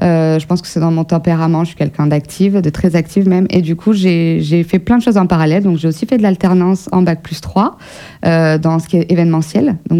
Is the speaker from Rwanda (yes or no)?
no; Périgueux, Nouvelle-Aquitaine, France; born or raised there